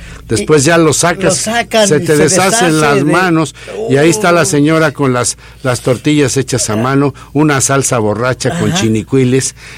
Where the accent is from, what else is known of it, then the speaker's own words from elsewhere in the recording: Tepeji del Río, Hidalgo, Mexico; now in Oxnard, United States; De mi pueblo, de Tepeji del Río Hidalgo